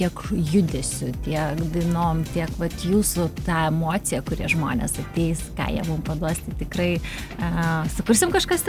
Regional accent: Kaunas, Kaunas County, Lithuania; Aš kaunietė, kadangi esu

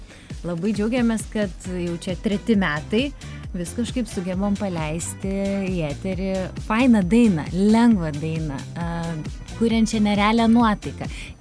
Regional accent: Kaunas, Kaunas County, Lithuania; kaunietė, kadangi esu, tai aš be galo visų pirma laukiu rūpiučio 22 Kauno koncerto jachlube.

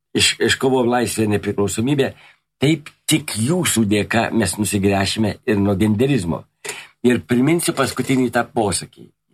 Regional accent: Vilnius, Vilnius County, Lithuania; Ir aš va kartais jaunimas lyg tai nenori pasakyti, kad yra iš provincijos, aš vilnietis.

